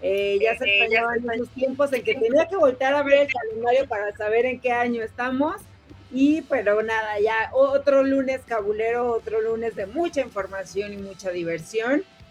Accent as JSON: {"language": "Spanish", "country": "Mexico", "said": "lamentablemente somos los mexicanos."}